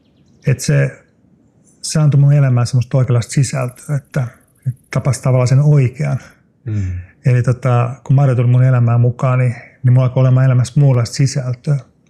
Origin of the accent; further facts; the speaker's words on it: Helsinki, Uusimaa, Finland; born there; Joo, mä oon syntynyt Helsingissä. Meidän perhe asui täällä Vallilassa, kun mä synnyin